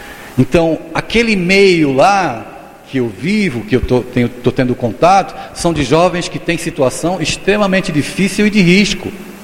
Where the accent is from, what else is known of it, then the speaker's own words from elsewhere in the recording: Brazil; now in Olinda, Brazil; Eu sou de São Paulo, mas estou morando em Olinda lá.